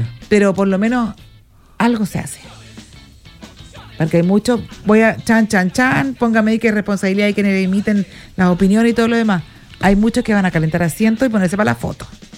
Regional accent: Iquique, Tarapacá, Chile; O sea, Avenida Aeropuerto y Los Molles, para los que somos iquiqueños.

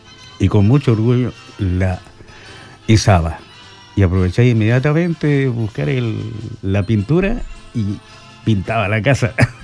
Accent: Chile; nuestro sentir como chileno, chilena.

